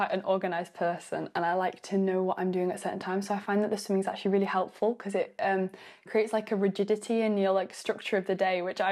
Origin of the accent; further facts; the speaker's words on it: Halifax, Yorkshire and the Humber, United Kingdom; born there; I'm Halifaxian. I've lived in England most of my life.